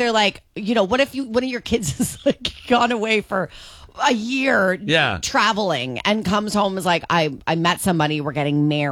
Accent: Italy; Very, but I'm Italian.

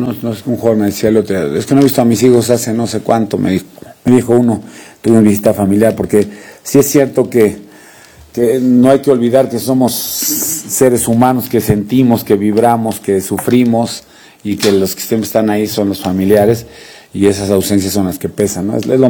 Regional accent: Mexico; para mí como mexicano

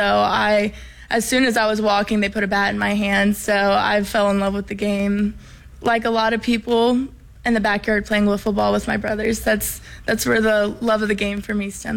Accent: Greer, South Carolina, United States; You know, I'm from Greer, South Carolina, like you said. My whole family, Gamecock fans. I was kind of in Tiger Town a little bit growing up, so I always got crap for that at school.

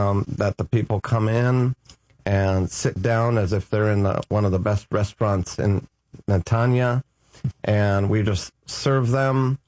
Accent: Los Angeles, California, United States; moved away as an adult; now in Israel; I immigrated to Israel from Los Angeles, California, over 30 years ago.

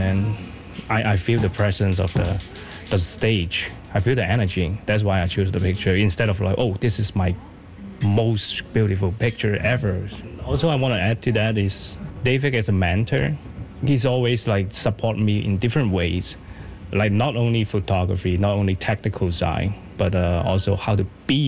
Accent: Hong Kong; moved away as an adult; now in Canada; I come from a whole different world. I come from Hong Kong.

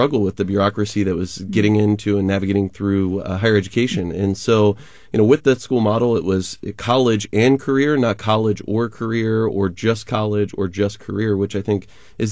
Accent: East Coast, United States; I'm originally from the East Coast

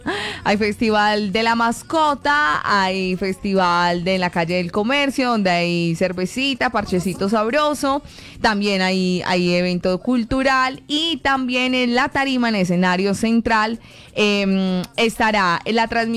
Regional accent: El Peñol, Antioquia, Colombia; moved away; Nos vamos para las fiestas del viejo Peñol y el embalse, mi pueblo.

